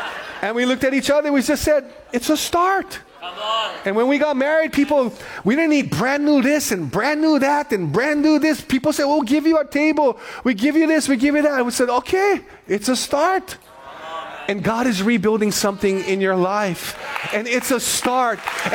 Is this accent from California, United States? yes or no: no; Honolulu, Hawaii, United States; So we grew up in Kalihi. We lived in Kalihi.